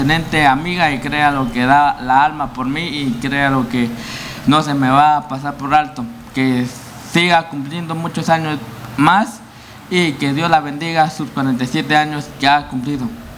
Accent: Petén, Guatemala; also born or lived in Antigua Guatemala, Sacatepéquez; Es nacido en Antigua Guatemala, por destino de la vida me vine a crecer aquí a las tierras peteneras

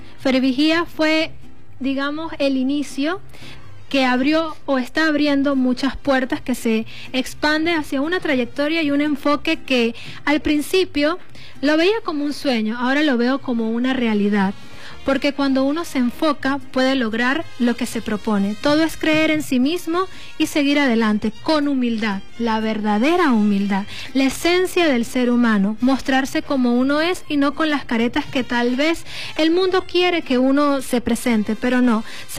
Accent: El Vigía, Mérida, Venezuela; gracias a mi pueblo vigiense

